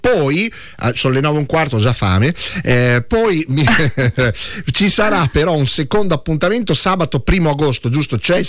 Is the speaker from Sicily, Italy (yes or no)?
no; Emilia-Romagna, Italy; siamo romagnoli.